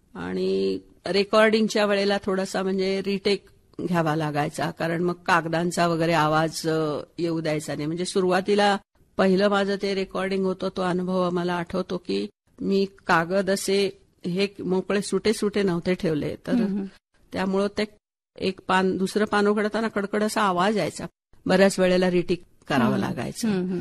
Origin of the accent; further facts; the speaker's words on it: Hyderabad, Telangana, India; खरंच आम्ही हैदराबादकर म्हणजे मराठी लोक आहेत आकाशवाणीचे खूप आभारी आहोत.